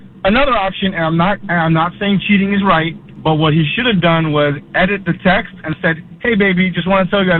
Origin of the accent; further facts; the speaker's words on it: New York, United States; I'm from New York. I'm from New York. I'm sorry. It's a New Yorker, man.